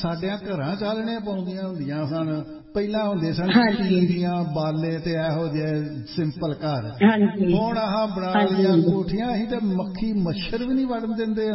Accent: Batala, Punjab, India; ਸਾਡਾ ਜਿਹੜਾ ਪਿੰਡ ਹੈ ਨਾ ਸਾਡਾ ਪਿੰਡ ਹੈ ਬਟਾਲੇ ਦੇ ਲਾਗੇ ਕਾਨੂੰ ਆਉਣ ਵਾਲੀ ਸੜਕ ਉੱਥੇ ਟਿੱਬੇ ਹੁੰਦੇ ਸਨ

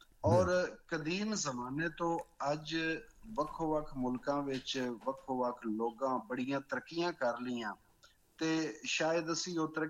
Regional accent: Punjab, Pakistan; accent: Jangli (rural Punjabi); ਮੈਂ ਬੋਲੀ ਆਪਣੀ ਜਿਹੜੀ ਮੇਰੀ ਪੇਂਡੂ ਦਿਹਾਤੀ ਜਿਹੜੀ ਜੰਗਲੀ ਬੋਲੀ ਹੈ

